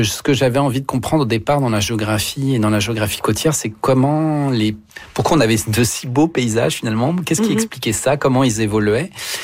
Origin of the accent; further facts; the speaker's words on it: Hauts-de-France, France; moved away; Moi, j'ai grandi dans au nord de Paris, mais c'est en Picardie, en fait. C'est une région dans le nord de Paris.